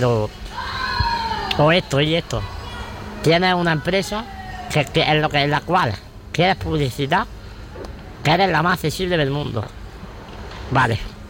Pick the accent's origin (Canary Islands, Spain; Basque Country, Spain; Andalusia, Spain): Andalusia, Spain; Almería; porque vivo aquí. Soy de Almería.